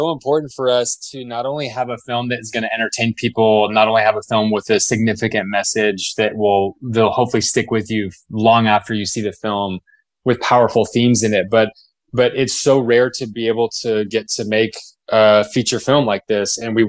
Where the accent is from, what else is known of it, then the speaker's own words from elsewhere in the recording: Seattle, Washington, United States; I'm from the Pacific. I'm from Seattle. Like, we get rain, but it's like drizzle.